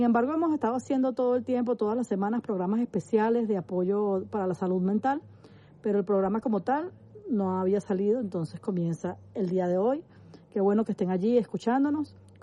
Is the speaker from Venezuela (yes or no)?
yes; Venezuela; ya que somos venezolanos, somos resilientes.